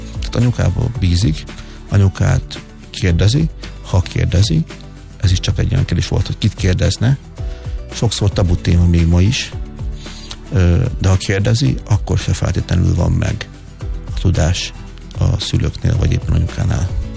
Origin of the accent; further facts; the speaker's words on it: Szabadszállás, Bács-Kiskun, Hungary; moved away; szabadszállásra onnan származom